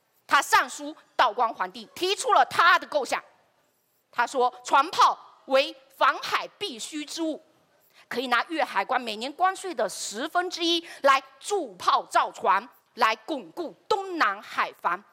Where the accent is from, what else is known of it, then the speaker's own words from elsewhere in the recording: Fuzhou, Fujian, China; 在我们福州，准确来说是在闽江口的马尾